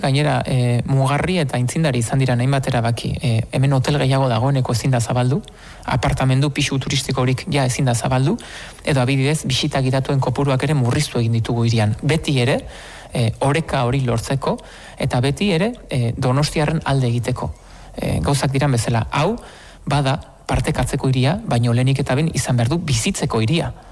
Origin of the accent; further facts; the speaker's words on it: San Sebastián, Basque Country, Spain; ze Aldezarrean jaio nintzen, eta Aldezarrean 30 urte luze zegoen naiz bizitzen, gurasoak oraindik ere Aldezarrean bizi dira